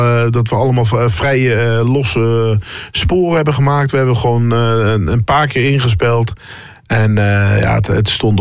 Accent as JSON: {"language": "Dutch", "region": "North Brabant", "country": "Netherlands", "tie": "born or raised there", "also_born_or_lived": "Amsterdam", "said": "Dus mijn familie, mijn roots liggen daar wel. Ik woon eigenlijk wel al bijna heel mijn leven in Brabant. Maar ik ben wel een geboren Amsterdammer."}